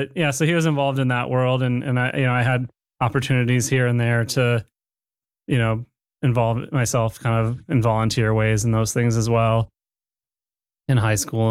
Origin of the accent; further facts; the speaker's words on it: Massachusetts, United States; we have the pastor that I grew up with near Springfield.